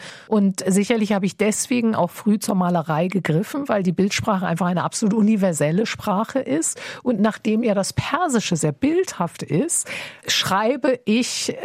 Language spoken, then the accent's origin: German; Germany; Ich bin ja in Deutschland geboren und aufgewachsen und glücklicherweise mit der Sprache als Sprechsprache.